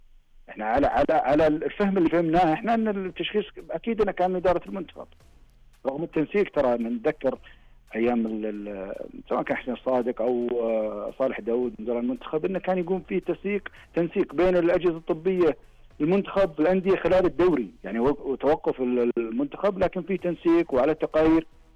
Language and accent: Arabic; Saudi Arabia; خاصة عندنا في السعودية